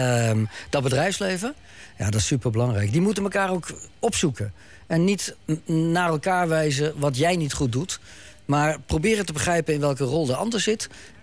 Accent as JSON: {"language": "Dutch", "region": "North Holland", "country": "Netherlands", "said": "Ik kom zelf uit Noord-Holland. Noord nog wel, boven Amsterdam."}